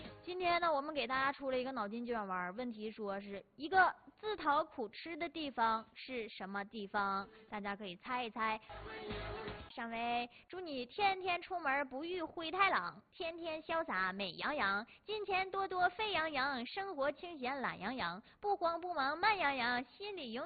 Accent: Northeast China, China; 千万不要瞧不起我们东北人

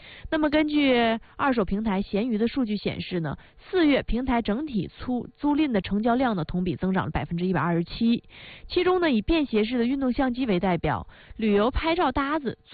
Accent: Northeast China, China; accent: Northeastern dialect; 用我们东北话来说哈，不想大包小裹的。

